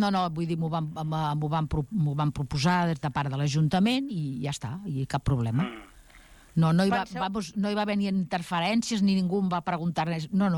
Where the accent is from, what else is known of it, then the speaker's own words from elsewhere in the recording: El Prat de Llobregat, Catalonia, Spain; he nascut al Prat, al poble, i que tota la meva família pràcticament és del Prat